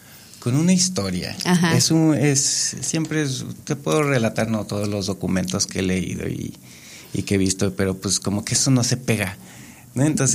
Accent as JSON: {"language": "Spanish", "country": "Mexico"}